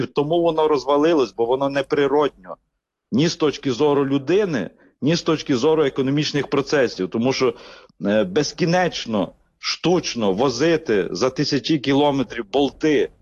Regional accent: Kolomyia, Ivano-Frankivsk Oblast, Ukraine; в Івано-Франківській області, в моїй рідній Коломиї

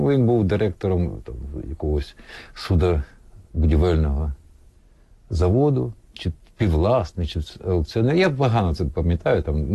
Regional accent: Kyiv, Ukraine; Я народився на Чкалово.

